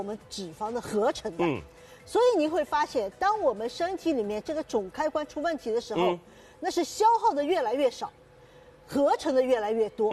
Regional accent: China; 我们中国人

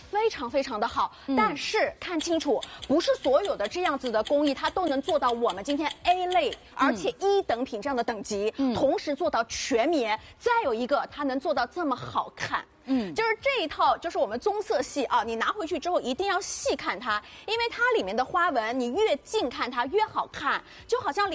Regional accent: Shanghai, China; 其实对于我们上海人，特别是南方人来说

